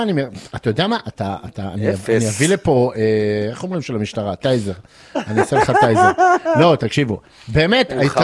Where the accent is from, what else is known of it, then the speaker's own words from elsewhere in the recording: Rehovot, Central District, Israel; גדלתי גם ברחובות, שהיא עיר שכנה ליבנה